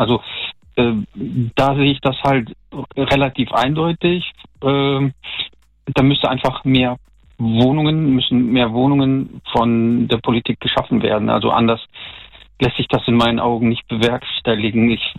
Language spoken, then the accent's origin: German; North Rhine-Westphalia, Germany